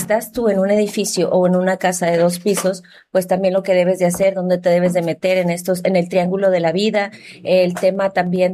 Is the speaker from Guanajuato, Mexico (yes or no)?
no; Manzanillo, Colima, Mexico; aunque somos de Manzanillo, muchas veces se nos olvida, pues se nos olvida que aquí tiembla